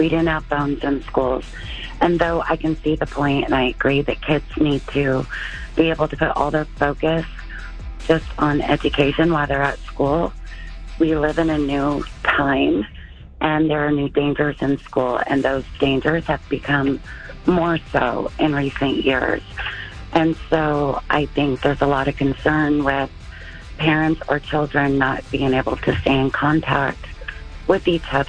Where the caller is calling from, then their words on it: Wellington, Missouri, United States; I am from Wellington, Missouri.